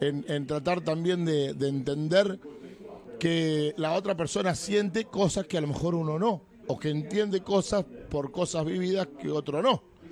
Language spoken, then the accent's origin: Spanish; Venado Tuerto, Santa Fe, Argentina; Bueno, él es de Marcos Paz, yo soy de Venado Tuerto, Santa Fe.